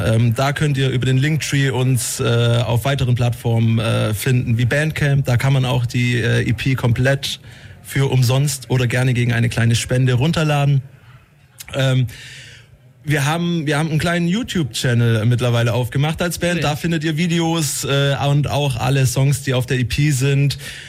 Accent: Ulm, Baden-Württemberg, Germany; wir kommen aus Ulm tatsächlich.

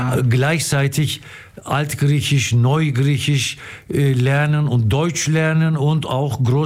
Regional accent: Istanbul, Turkey; moved away as an adult; also born or lived in Berlin; now in Ulm, Germany; Ich lebe seit 28 Jahren in Ulm. Ich bin in Istanbul geboren und aufgewachsen.

